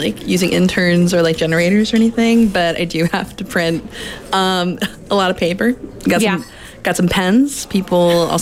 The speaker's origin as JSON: {"language": "English", "town": "Chicago", "region": "Illinois", "country": "United States", "accent": "Chicago", "said": "My Chicago accent often comes out while I'm doing it."}